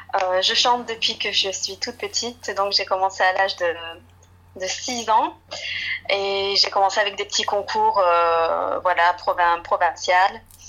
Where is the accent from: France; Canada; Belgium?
Belgium; Liège, Wallonia; Donc je suis de Liège.